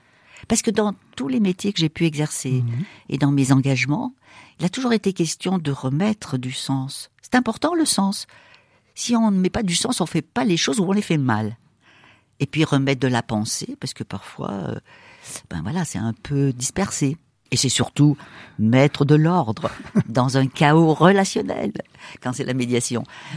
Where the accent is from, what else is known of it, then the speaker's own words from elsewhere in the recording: France; Alors on dit « Oui ».